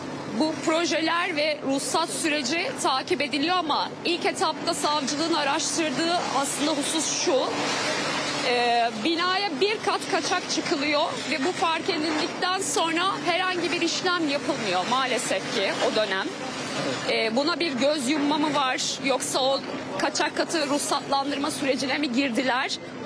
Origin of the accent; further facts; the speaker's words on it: Istanbul, Turkey; Ben doğma büyüme yani 35 yıldır Maltepe Cevizli'de bu muhitte yaşıyorum. Benim evim hemen buraya çok yakın